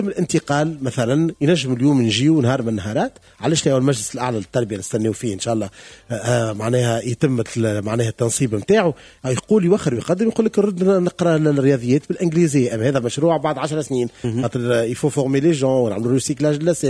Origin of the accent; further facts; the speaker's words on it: Tunisia; احنا مانيش فرنسا، ما احنا تونس